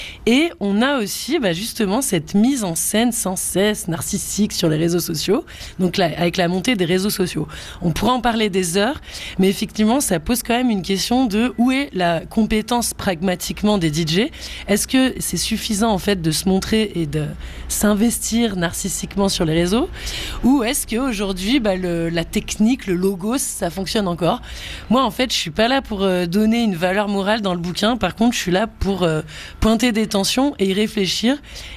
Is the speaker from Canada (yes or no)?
no; France; en Haute-Savoie, à Lyon, en Rhône-Alpes, puisque je suis française.